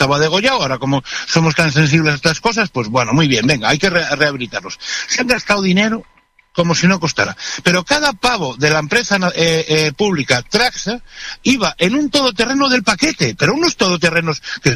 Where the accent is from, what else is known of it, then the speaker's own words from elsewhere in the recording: Spain; A mí, como español, me da vergüenza.